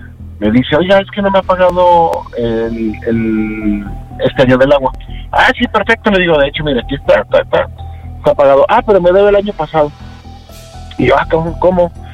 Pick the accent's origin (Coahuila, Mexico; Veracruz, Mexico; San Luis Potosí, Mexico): Coahuila, Mexico; Torreón; Sí, de Torreón, mi rey.